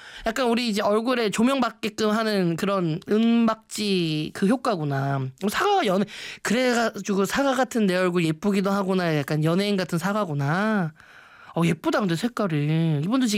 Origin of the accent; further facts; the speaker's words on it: Seoul, South Korea; 제 고향이 면목동이란 말이에요. 제가 송곡여고가 중랑구에 있습니다.